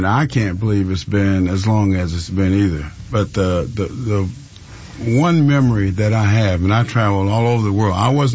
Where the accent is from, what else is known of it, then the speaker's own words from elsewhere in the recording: Haddock, Georgia, United States; I was born in Jones County. And you have to be from, well, actually a little town is called Haddock. Haddock is a little small place in the road between Gray and Milledgeville. We still don't have a stoplight.